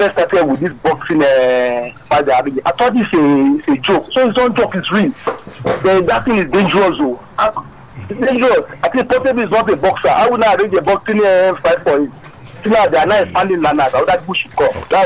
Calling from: Lagos, Nigeria; in Lagos.

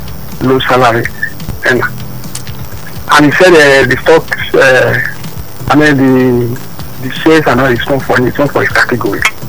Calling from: Nigeria; I'm coming from Ibushaga.

